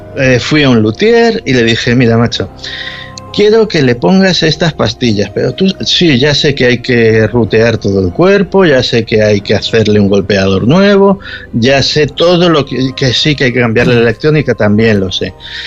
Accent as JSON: {"language": "Spanish", "country": "Spain"}